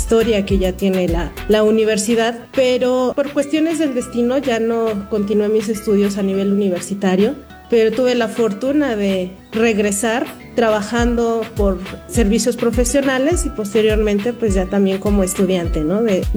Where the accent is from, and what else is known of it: Tlanalapa, Hidalgo, Mexico; born or raised there